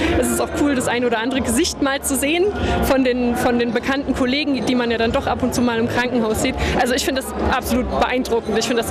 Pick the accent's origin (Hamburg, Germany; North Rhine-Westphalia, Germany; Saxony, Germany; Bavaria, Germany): Saxony, Germany; Zwickau; ich bin fast 26, bin in Zwickau nicht geboren, aber zumindest groß geworden, bin hier zur Schule gegangen